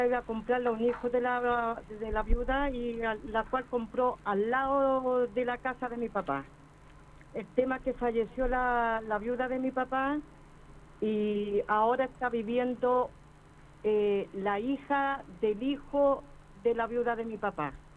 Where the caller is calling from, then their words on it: Valparaíso, Chile; De aquí de Valparaíso.